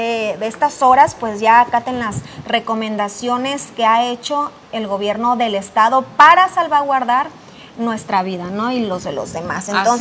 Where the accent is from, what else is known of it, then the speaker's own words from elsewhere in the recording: Santiago Ixcuintla, Nayarit, Mexico; en Santiago Ixcuintla, desde ayer, mi tierra justamente, mis papás me estaban poniendo muy al tanto, les pregunté que cómo estaba la situación allá